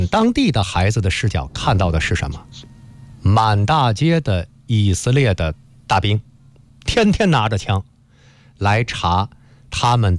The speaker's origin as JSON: {"language": "Chinese", "country": "China", "said": "我们中国人的这种悲悯之心啊"}